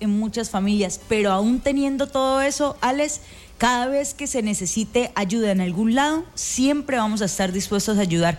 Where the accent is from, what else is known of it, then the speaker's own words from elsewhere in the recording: Tibú, Norte de Santander, Colombia; Yo no soy netamente cucuteña, pero soy norte santandereana.